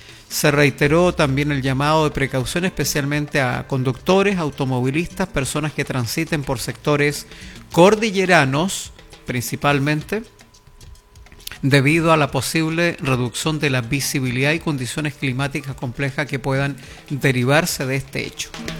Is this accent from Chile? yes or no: yes; Chile; viva mi tierra chilena.